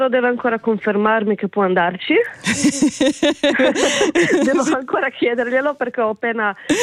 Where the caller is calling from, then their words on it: Koper, Slovenia; Io sono di Yerneia, da Capodistria.